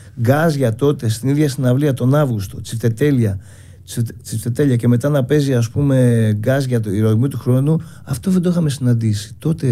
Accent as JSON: {"language": "Greek", "region": "Central Greece", "country": "Greece", "tie": "born or raised there", "said": "Α, ξέρω, είναι Φωκίδα κοντά το χωριό μου, αλλά το σημερινό όνομα δεν θυμάμαι."}